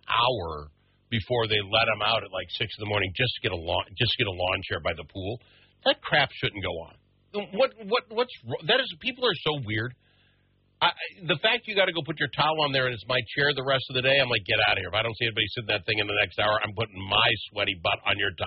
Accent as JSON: {"language": "English", "town": "Forest Lake", "region": "Minnesota", "country": "United States", "said": "I'm from Forest Lake."}